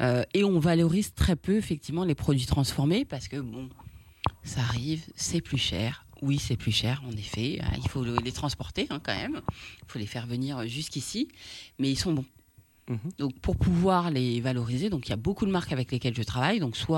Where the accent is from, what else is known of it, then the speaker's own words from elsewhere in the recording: Guadeloupe; Je suis originaire de la Guadeloupe, mais je valorise énormément les produits afro-caribéens.